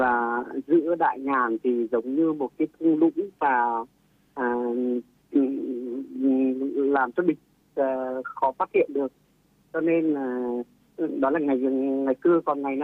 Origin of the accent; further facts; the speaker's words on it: Can Loc, Hà Tĩnh, Vietnam; now in Ho Chi Minh City, Vietnam; mình quê ở gốc ở Can Lộc, Hà Tĩnh.